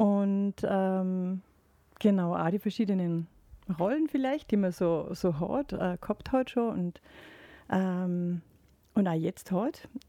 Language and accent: German; Salzburg, Austria; Also ich bin ursprünglich aus dem Pinzgau